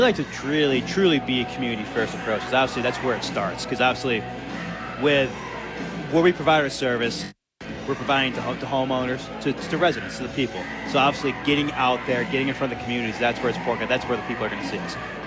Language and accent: English; Binghamton, New York, United States; I grew up in Binghamton